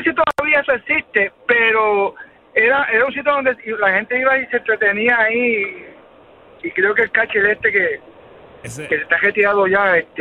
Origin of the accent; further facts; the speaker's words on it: Cagua, Aragua, Venezuela; yo me crié en Cagua. Ajá. Me crié en Cagua, allá en la organización Villas de Rey.